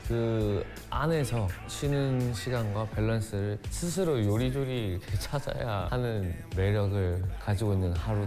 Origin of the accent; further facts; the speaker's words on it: Ulsan, South Korea; also born or lived in Seoul / Australia; now in Busan, South Korea; 부산에서 태어났지만 울산에서 자라고 대학을 부산으로 오면서 부산에서 이제 작업을 시작하게 됐는데요. 그 전에 서울이랑 호주에서 살다가 다시 이제 부산으로 내려오게 된 케이스고